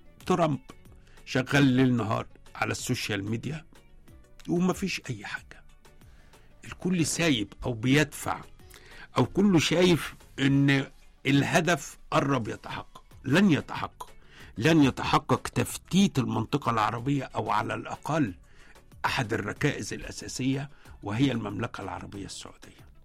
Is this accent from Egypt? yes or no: yes; Egypt; كشعب مصري كمصريين